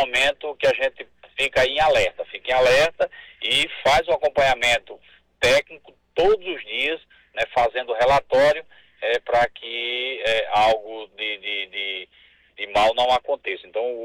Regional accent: Brazil; Nós somos brasileiros, torcemos aí pela nossa seleção

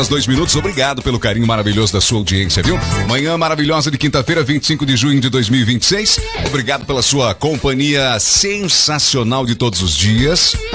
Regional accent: Brazil; Somos brasileiros, estamos torcendo pela seleção

